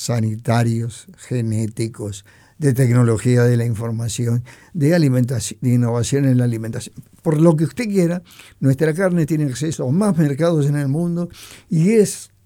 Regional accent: Uruguay; hay algo que me irrita como uruguayo

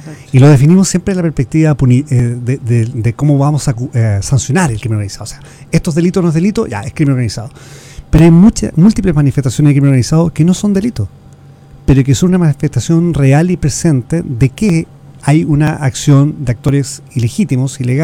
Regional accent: Chile; Obviamente mi acento no es uruguayo, soy chileno.

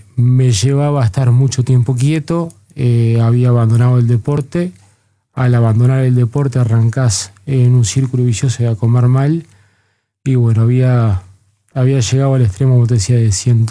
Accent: Minas, Lavalleja, Uruguay; moved away as an adult; now in Montevideo, Uruguay; Yo vengo del interior, yo soy de Minas, me vine a hacer facultad a Montevideo.

